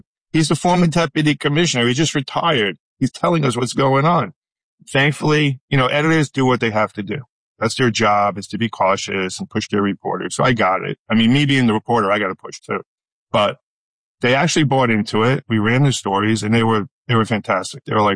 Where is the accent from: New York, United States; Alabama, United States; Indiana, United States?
New York, United States; moved away as an adult; now in Pennsylvania, United States; I'm from New York. I started out at a radio station in New York, WNW